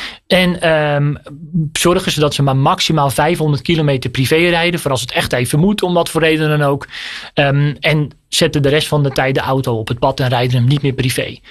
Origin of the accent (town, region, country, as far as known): North Holland, Netherlands